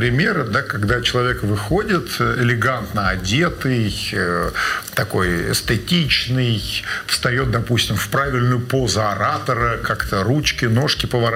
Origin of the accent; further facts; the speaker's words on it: Moscow, Russia; born there; мне 17 лет, я родился в Москве.